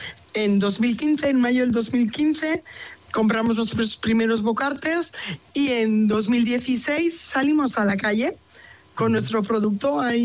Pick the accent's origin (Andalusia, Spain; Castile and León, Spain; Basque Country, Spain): Basque Country, Spain; Bilbao; now in Cantabria, Spain; venimos del mismo barrio de Bilbao, porque nosotros somos de Recalde, de Bilbao.